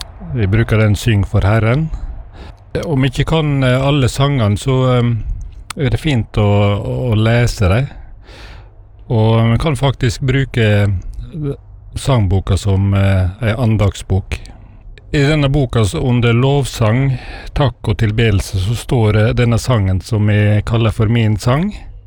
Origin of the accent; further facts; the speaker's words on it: Vestnes, Møre og Romsdal, Norway; fra Vestnes.